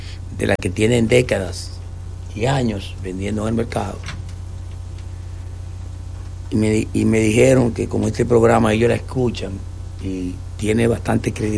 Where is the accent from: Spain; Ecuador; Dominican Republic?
Dominican Republic; Pedernales; born there; hasta nosotros, los que nacimos en Pedernales, estamos hallando el sol caliente.